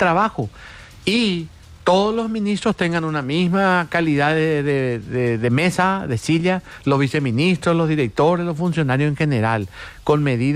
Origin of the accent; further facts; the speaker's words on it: Paraguay; Este tema de las oficinas de gobierno es el mayor ejemplo de lo que somos los paraguayos.